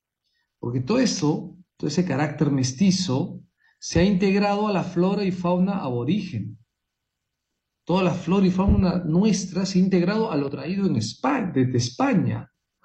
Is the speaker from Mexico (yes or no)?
no; Peru; Por eso podremos decir que pues en Perú es, no somos europeos, ¿no? La gran mayoría de nosotros incluso tampoco somos indígenas, somos mestizos.